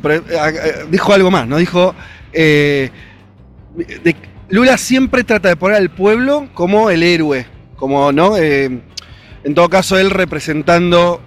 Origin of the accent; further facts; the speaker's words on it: Argentina; Es eso que en Argentina, por lo menos hablamos de nuestro país, algún efecto tuvo.